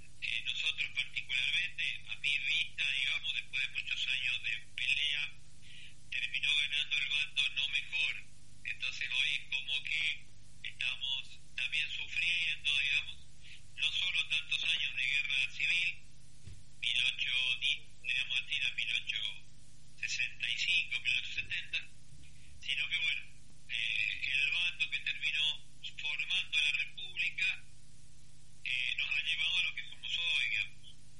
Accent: Argentina; Nosotros como Argentina hemos tenido uno de las guerras civiles más largas del mundo.

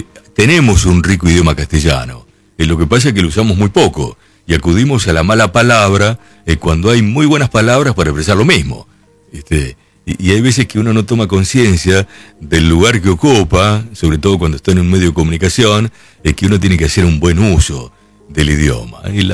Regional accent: Lincoln, Buenos Aires Province, Argentina; born there; moved away; Recuerdo que de haber ido a alguna fiesta patria en mi Lincoln y volver

